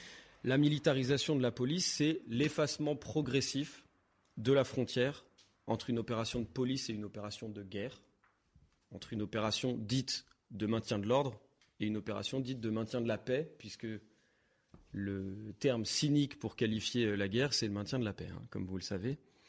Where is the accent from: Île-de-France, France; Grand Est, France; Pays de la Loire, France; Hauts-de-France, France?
Pays de la Loire, France; Nantes; Je suis nantais